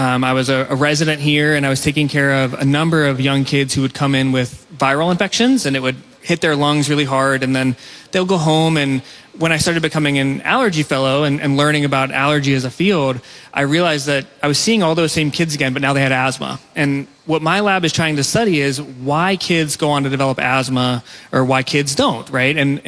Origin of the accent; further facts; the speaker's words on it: Pennsylvania, United States; now in Pittsburgh, United States; I grew up in the Pine Ridgeland area